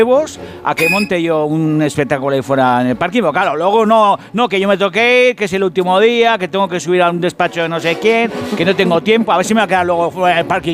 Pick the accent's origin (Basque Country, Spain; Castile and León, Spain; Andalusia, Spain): Basque Country, Spain; lo hago por orgullo, porque soy vasco y a mí no me gana ni Bartolo.